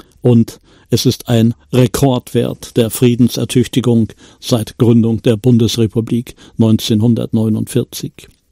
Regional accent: Wismar, Mecklenburg-Vorpommern, Germany; sowie die Windgeschwindigkeit der atomaren Wolke in Richtung meiner Heimatstadt Wismar

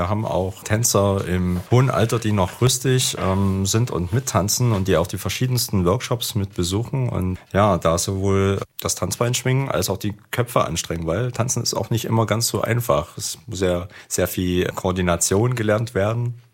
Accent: Chemnitz, Saxony, Germany; Ich bin gebürtiger Karl-Marx-Städter, Chemnitzer, wie auch immer. Ich bin auch schon immer hier und war nie weg. Bin so ganz gut verwurzelt hier in der Kunst- und Kulturszene in Chemnitz

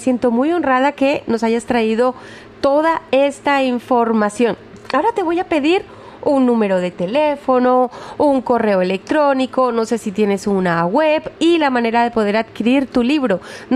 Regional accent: Cali, Valle del Cauca, Colombia; yo vengo de Cali

